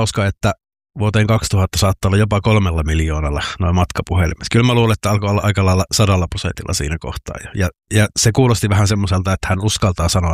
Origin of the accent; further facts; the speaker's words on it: Joensuu, North Karelia, Finland; minähän olen siis Joensuusta kotoisin ja siellä elin lukion loppuun